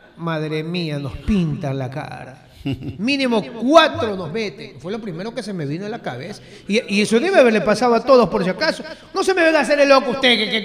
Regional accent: Ecuador

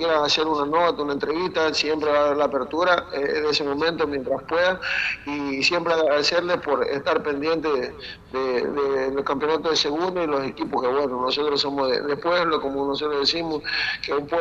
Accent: Ecuador; Pero también uno como ecuatoriano, de estar en su país, también uno siempre quiere ir abriendo puertas

